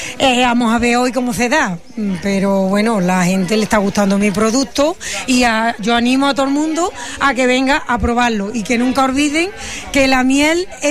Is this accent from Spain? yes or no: yes; El Saucejo, Andalusia, Spain; Del Saucejo, el último pueblo que tiene la provincia de Sevilla, ahí sobre Málaga y Cádiz.